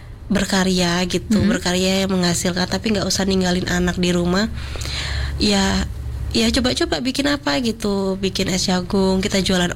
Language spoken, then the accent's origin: Indonesian; Surabaya, East Java, Indonesia; moved away as an adult; Saya asli Surabaya